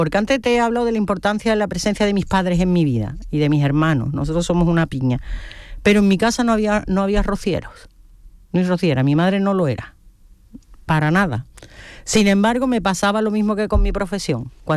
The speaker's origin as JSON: {"language": "Spanish", "area": "Huelva", "region": "Andalusia", "country": "Spain", "said": "yo soy muy de Huelva"}